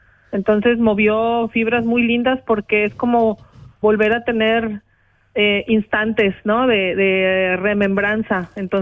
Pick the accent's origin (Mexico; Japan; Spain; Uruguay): Mexico; Jalisco; also born or lived in Puerto Vallarta, Mexico; now in Switzerland; Puerto Vallarta, que es el sitio donde yo vivía antes de venir a Suiza, que es en el estado de Jalisco, de donde soy yo